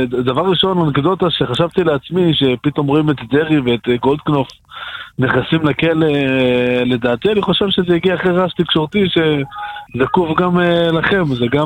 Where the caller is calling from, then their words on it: Jerusalem, Jerusalem District, Israel; מירושלים, מרקוד, איפה אנחנו יכולים להיות...